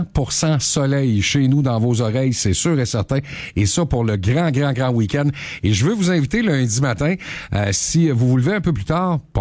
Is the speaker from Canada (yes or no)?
yes; Quebec, Canada; nous autres, chez nous, en Outaouais, du côté de Slush Poppy, on fait bien!